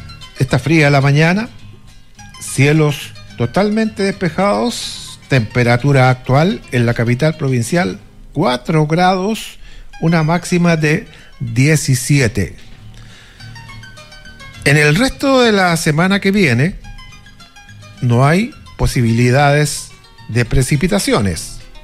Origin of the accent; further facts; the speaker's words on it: Chile; No, somos chilenos, pues.